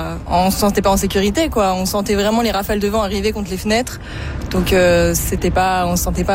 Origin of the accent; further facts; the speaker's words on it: Paris, Île-de-France, France; Alors moi je viens de Paris et c'est pas la même chose les tempêtes.